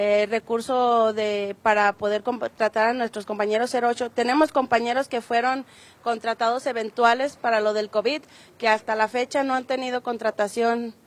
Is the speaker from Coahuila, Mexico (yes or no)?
yes; Torreón, Coahuila, Mexico; pues yo soy de Torreón, Coahuila, y decidí quedarme todavía para vivir esta experiencia